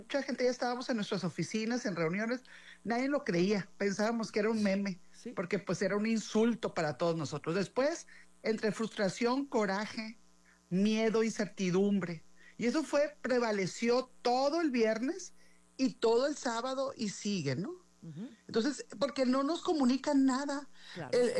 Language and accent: Spanish; Sinaloa, Mexico; no somos los sinaloenses